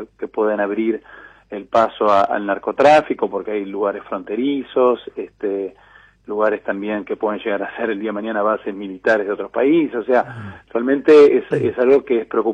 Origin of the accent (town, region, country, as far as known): Argentina